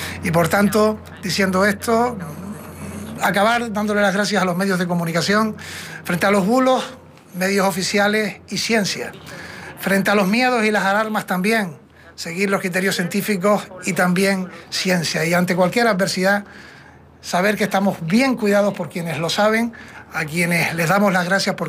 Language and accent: Spanish; Canary Islands, Spain; esta noble tierra, que es la tierra, mi tierra, que es Canarias